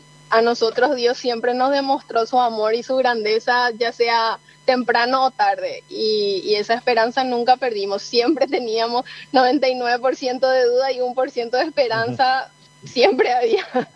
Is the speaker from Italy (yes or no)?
no; Tobatí, Cordillera, Paraguay; muy católica, muy devota. Venimos de una ciudad mariana. Somos de Tobatí, donde nuestra santa patrona es la Virgen María.